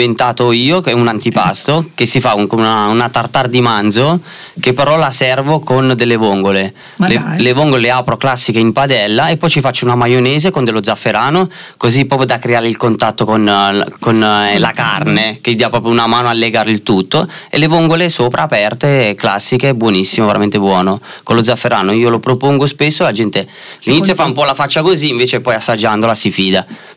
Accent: Naples, Campania, Italy; born or raised there; moved away

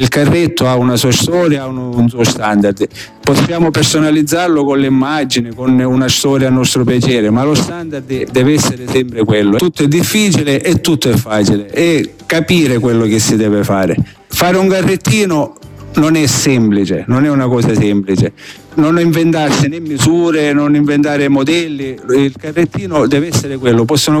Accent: Ribera, Sicily, Italy; born there; raccontando la storia del mio paese. Infatti ho voluto mettere al centro, ho pitturato il simbolo di Ribera, la torre, con San Nicola che è il nostro patrono

